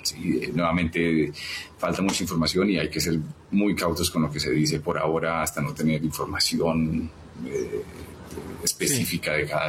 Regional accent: Colombia; pero como colombianos nos duele mucho lo que está pasando

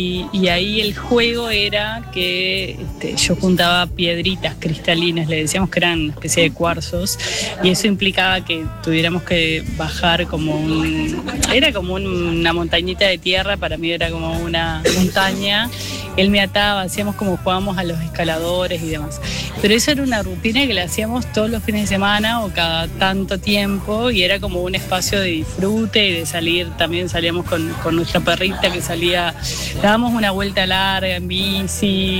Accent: Lascano, Rocha, Uruguay; yo soy de Lascano, Rocha

